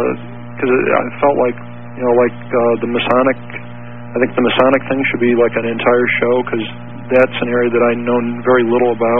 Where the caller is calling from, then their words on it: Lake Zurich, Illinois, United States; I am in Lake Zurich, Illinois.